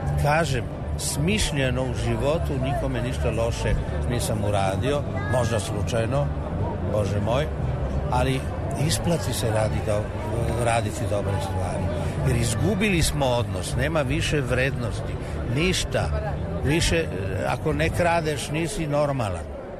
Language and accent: Serbian; Slovenia; Ja sam pevao kao mali dok sam čuvao krave. To je recimo kod nas u Sloveniji bilo sa 4-5 godina.